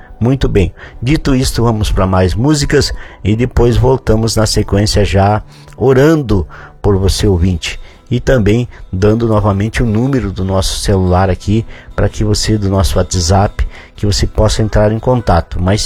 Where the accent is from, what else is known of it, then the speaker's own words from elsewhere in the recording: São Borja, Rio Grande do Sul, Brazil; accent: gaúcho; moved away; Eu já perdi o sotaque dos gaúchos aí, né? Já faz mais de 30 anos que estou fora do estado. Mas temos... É, sempre lembrando da nossa terrinha, do nosso lugar aí de São Borja